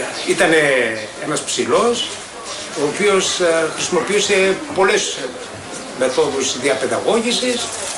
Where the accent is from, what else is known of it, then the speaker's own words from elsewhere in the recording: Grevena, Western Macedonia, Greece; born there; moved away as an adult; Όλοι μορφωθήκαμε, φύγαμε από τα Γρεβένα και τώρα αρχίζουμε και ξεκινάμε σιγά σιγά στον τόπο μας.